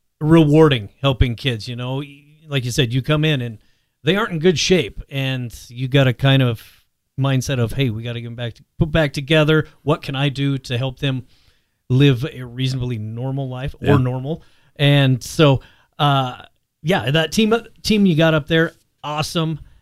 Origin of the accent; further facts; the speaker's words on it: Ekalaka, Montana, United States; now in Billings, United States; I'm from Ekalaka, which is the end of the earth.